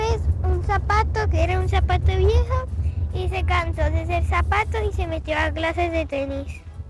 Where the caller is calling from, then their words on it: Mexicali, Baja California, Mexico; de Mexicali